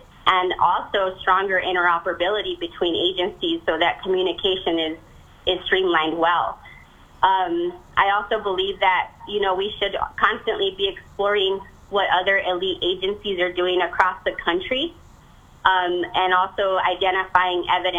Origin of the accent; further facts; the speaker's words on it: Doña Ana County, New Mexico, United States; I grew up right here in Doñana County, and I'm deeply rooted in this community.